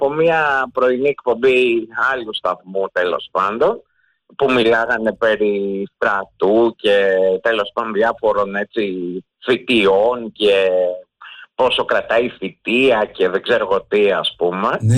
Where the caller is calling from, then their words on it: Aspropyrgos, Attica, Greece; από τον Ασπρόπυργο.